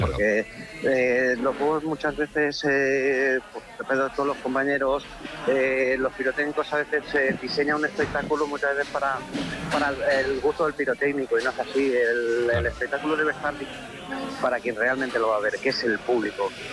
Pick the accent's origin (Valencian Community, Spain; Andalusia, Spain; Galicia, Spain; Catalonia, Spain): Valencian Community, Spain; somos una empresa que venimos desde Valencia y, lógicamente, pues tenemos un poco ese sello, todos los valencianos